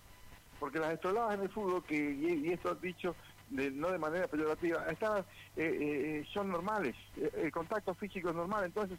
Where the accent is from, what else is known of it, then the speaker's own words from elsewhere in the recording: Argentina; nosotros como argentinos que somos